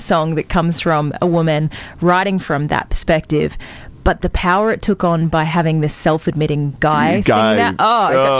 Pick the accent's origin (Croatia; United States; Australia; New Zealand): Australia; moved away; being an Aussie growing up in the same town